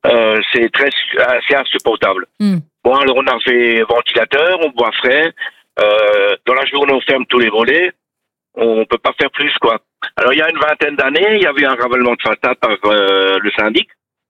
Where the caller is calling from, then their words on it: Eckbolsheim, Grand Est, France; je vous appelle du Barin à Eckbolsheim, à côté de Strasbourg.